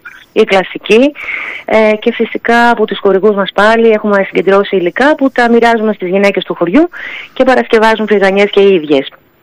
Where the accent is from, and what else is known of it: Zakynthos, Ionian Islands, Greece